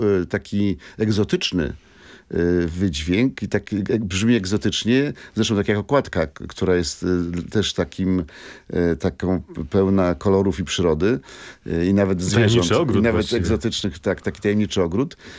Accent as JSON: {"language": "Polish", "town": "Warsaw", "region": "Masovian Voivodeship", "country": "Poland", "said": "Żartowaliśmy, że jesteśmy razem z Mokotowa"}